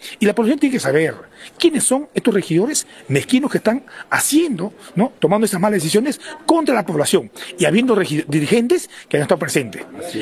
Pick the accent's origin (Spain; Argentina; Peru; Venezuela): Peru; Chosica, Lima; Y no me voy porque soy chosicano. Yo sigo trabajando por mi pueblo.